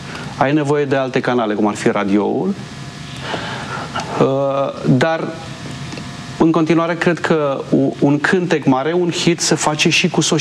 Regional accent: Baia Mare, Maramureș County, Romania; moved away as an adult; also born or lived in Sălaj; now in Bucharest, Romania; M-am născut în Sălaj, am copilărit în Maramureș și în Baia Mare și la 18 ani m-am mutat în București.

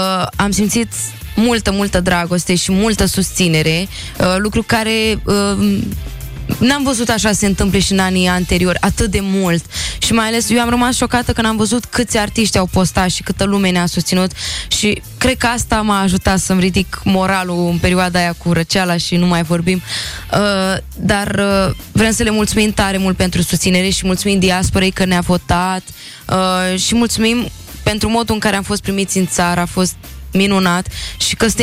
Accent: Romania; noi ca români

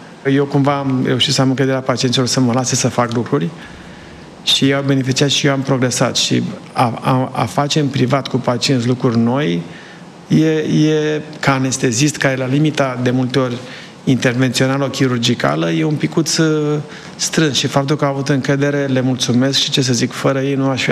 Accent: Sibiu County, Romania; now in United States; Sunt de lângă Sibiu. Am stat lângă Copșa mică

